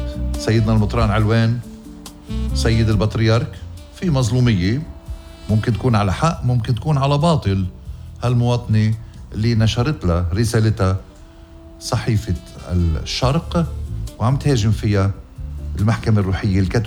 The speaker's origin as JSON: {"language": "Arabic", "town": "Ghazir", "region": "Keserwan-Jbeil", "country": "Lebanon", "tie": "born or raised there", "said": "بغزير ضيعتي الحلوة."}